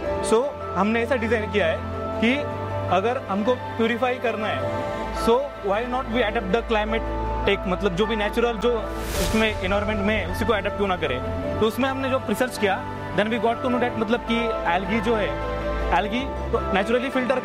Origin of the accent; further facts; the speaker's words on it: Beed, Maharashtra, India; I am from basically from Beed Maha